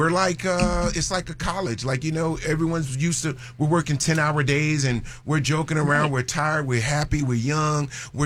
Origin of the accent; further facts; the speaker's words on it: Brooklyn, New York, United States; born there; I was born in Brooklyn.